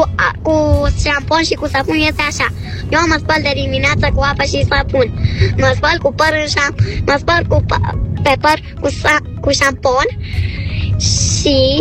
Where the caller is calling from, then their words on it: Bucharest, Romania; din București